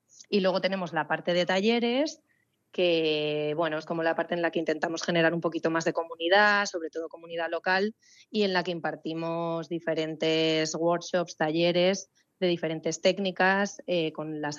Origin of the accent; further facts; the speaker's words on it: Ribadesella, Asturias, Spain; now in Balearic Islands, Spain; me escapo 5 días a las fiestas de mi pueblo, que soy de Ribadesella